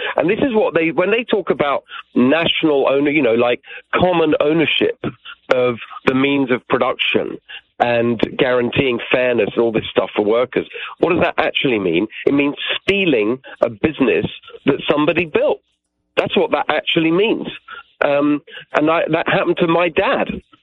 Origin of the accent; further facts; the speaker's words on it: England, United Kingdom; When I was a kid, I was born in England, they were refugees from communism and actually met in England, and I was born there and raised in England in a regular working class home.